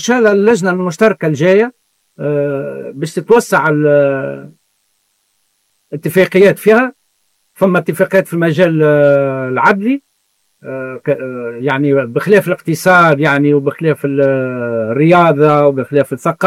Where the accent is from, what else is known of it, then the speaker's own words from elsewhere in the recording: Tunisia; احنا من تونس